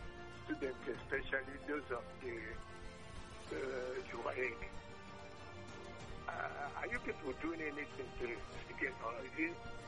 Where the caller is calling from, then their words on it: Nigeria; I'm calling from Shalangwa North.